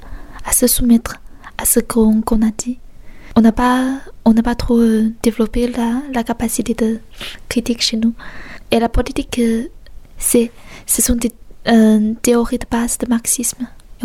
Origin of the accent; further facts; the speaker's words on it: China; moved away as an adult; Je suis une étudiante chinoise qui vient ici pour faire mes études en littérature.